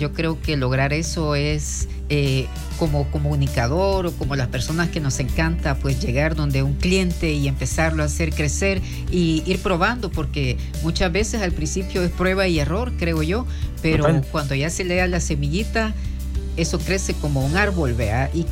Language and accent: Spanish; El Salvador; a nosotros como salvadoreños